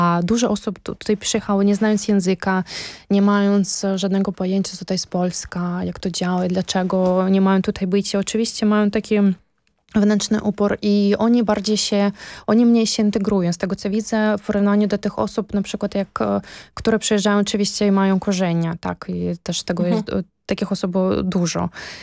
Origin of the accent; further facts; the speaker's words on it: Belarus; now in Poland; my nawet u siebie w Białorusi